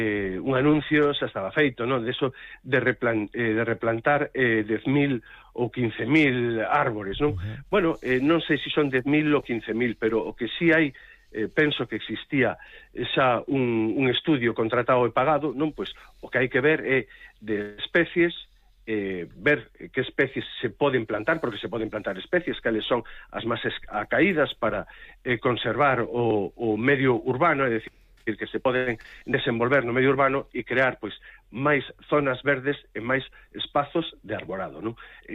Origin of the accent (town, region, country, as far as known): Ourense, Galicia, Spain